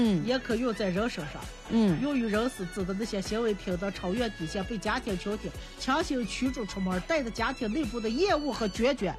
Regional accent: Shaanxi, China; 咱们陕西方言，叫脸白，

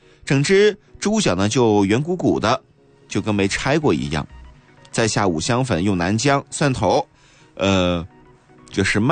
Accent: Chaoshan, Guangdong, China; 我们潮汕人啊

